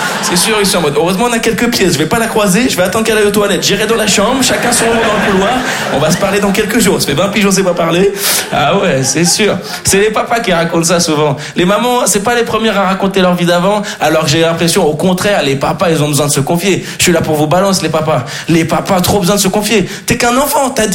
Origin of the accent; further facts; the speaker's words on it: Switzerland; now in France; Je suis pas parisien, je suis pas français, moi en réalité je suis suisse.